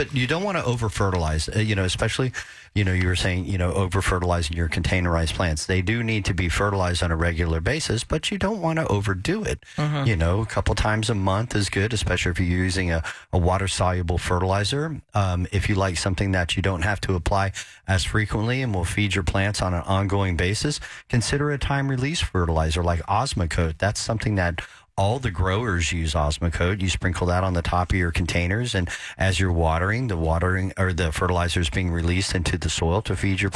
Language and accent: English; Houston, Texas, United States; growing up in Houston, Texas